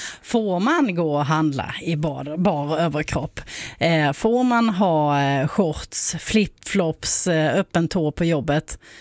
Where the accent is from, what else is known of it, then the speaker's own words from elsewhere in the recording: Båstad, Skåne, Sweden; jag är ju från Båstad